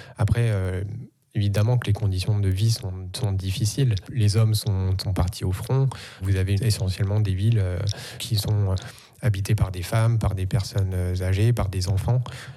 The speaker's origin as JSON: {"language": "French", "town": "Neufchâteau", "region": "Grand Est", "country": "France", "tie": "born or raised there", "said": "Alors moi, je suis né à Neufchâteau. Je suis un vrai néo-castrien."}